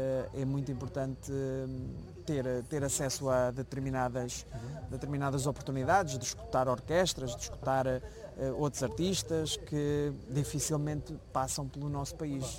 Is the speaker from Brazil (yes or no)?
no; Portugal; moved away; enquanto português